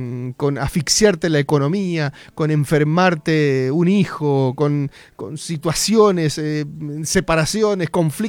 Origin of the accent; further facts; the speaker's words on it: Argentina; porque soy argentino